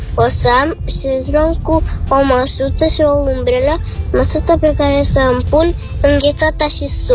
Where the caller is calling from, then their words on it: Bucharest, Romania; din București.